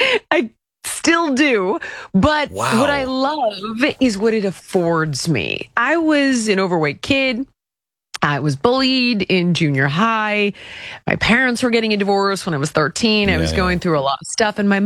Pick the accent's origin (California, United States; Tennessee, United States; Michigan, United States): California, United States; And of course, growing up in California, everybody worked in the entertainment industry.